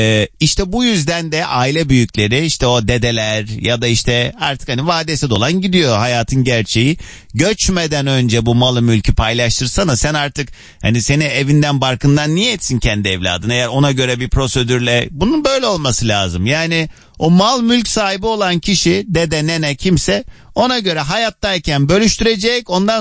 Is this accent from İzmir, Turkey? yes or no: no; Kars, Turkey; Yani ben de hani aynı yöre insanıyım, Karslıyım.